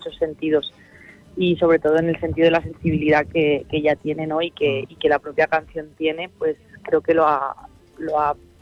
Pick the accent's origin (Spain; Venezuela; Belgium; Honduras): Spain; Villamayor de Santiago, Castilla-La Mancha; en mi pueblo, en Villamayor de Santiago